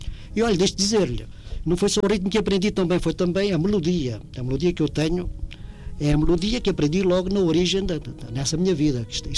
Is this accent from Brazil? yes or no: no; Portugal; now in Lisbon, Portugal; A primeira escola em que andei foi justamente num rio que há na minha terra, que é o Rio Sado.